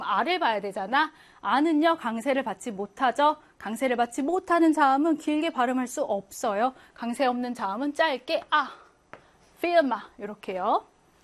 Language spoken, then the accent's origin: Korean; Seoul, South Korea; 저는 서울 사람인데